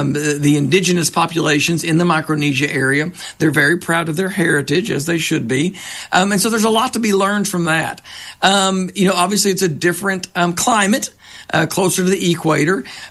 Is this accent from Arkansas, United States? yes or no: yes; Arkansas, United States; as someone myself who grew up, was born and raised in Arkansas